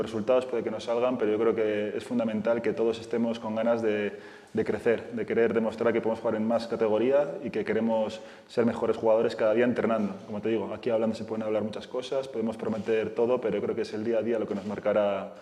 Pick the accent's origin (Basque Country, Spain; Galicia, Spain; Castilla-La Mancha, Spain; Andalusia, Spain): Basque Country, Spain; Bilbao; yo soy de Bilbao y mi portero referente en aquel momento cuando yo jugaba